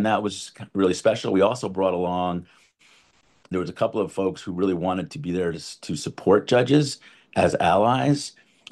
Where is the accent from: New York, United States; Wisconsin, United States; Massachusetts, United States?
New York, United States; New Rochelle; born or raised there